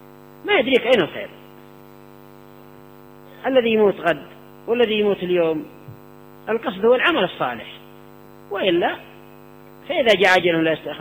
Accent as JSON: {"language": "Arabic", "country": "Yemen", "said": "عندنا في اليمن ما في لأن إن شاء الله أقصد ما كثير من الدول ربما دون ما نحن عليه هنا في اليمن."}